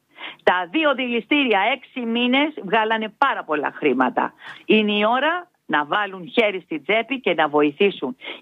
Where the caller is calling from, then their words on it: Piraeus, Attica, Greece; είμαι Πειραιώτισσα